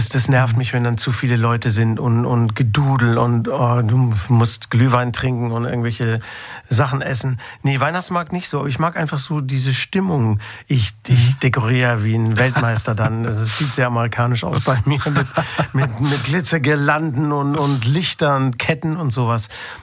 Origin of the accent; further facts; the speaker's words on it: Baden-Württemberg, Germany; ich bin ja ländlich aufgewachsen in der Nähe von Heilbronn in Süddeutschland